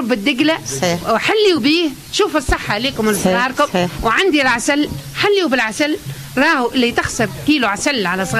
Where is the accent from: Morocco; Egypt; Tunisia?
Tunisia; Sahel; now in Bizerte, Tunisia